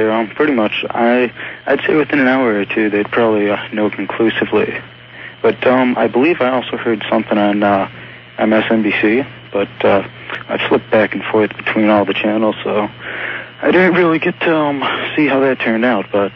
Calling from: Buffalo, New York, United States; from Buffalo.

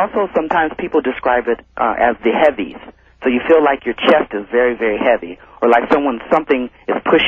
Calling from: Los Angeles, California, United States; I'm from Los Angeles myself.

